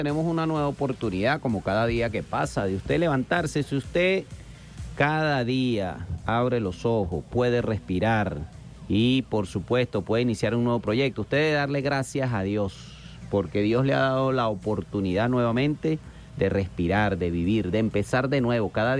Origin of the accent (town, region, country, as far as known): Venezuela